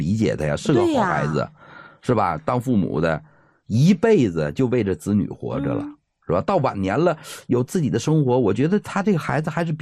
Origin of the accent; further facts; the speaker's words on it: Northeast China, China; 用咱们东北话讲